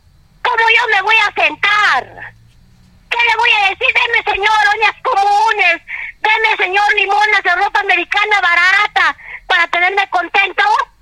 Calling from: Peru; yo como ciudadana peruana

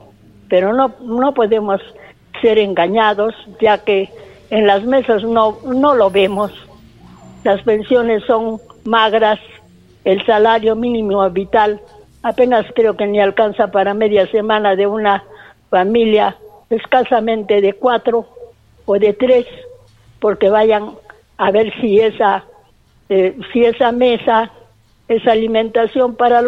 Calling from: Peru; como mujer, como peruana

